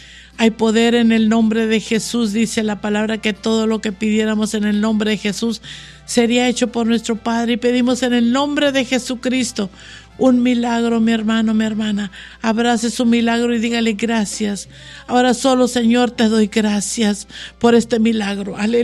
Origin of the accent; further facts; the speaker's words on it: Mexico; tenemos muchos mexicanos que venimos de México y ese México no sale de nosotros.